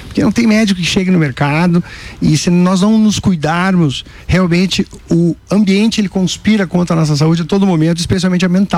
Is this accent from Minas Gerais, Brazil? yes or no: no; Rio Grande do Sul, Brazil; Sou gaúcho.